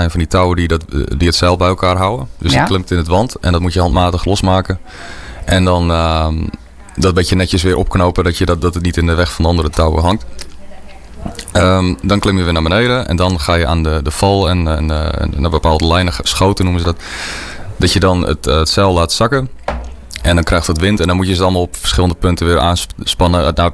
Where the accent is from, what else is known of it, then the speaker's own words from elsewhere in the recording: Grou, Friesland, Netherlands; ik kom zelf uit Grauw.